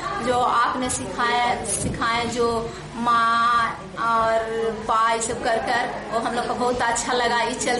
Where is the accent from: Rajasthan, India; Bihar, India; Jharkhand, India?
Bihar, India; Deo; मैं देव की रहने वाली हूँ